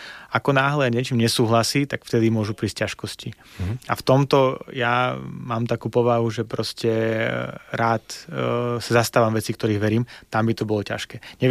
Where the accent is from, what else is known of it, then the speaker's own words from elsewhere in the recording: Belarus; Slovak is a second language; now in Slovakia; trochu cudzie, že ja sa hlásim k tomu, že som Bielorus. Vždy, keď tam prídem, tak je tam trošku nostalgia, ale zároveň sa necítim ako súčasť tej rodiny, toho národa, že skôr som doma na Slovensku.